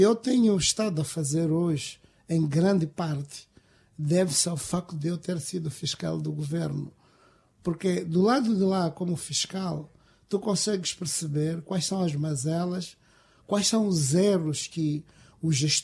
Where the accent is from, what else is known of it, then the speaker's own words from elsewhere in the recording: Malema, Nampula, Mozambique; Sim, pelo círculo eleitoral de Malema, eu vinha de Malema.